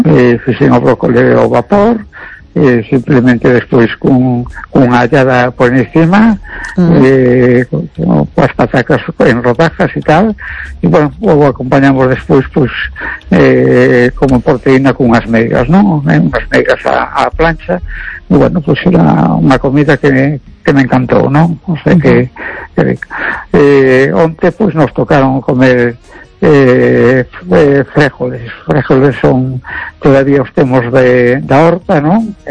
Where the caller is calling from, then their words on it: A Coruña, Galicia, Spain; de Esta Coruña.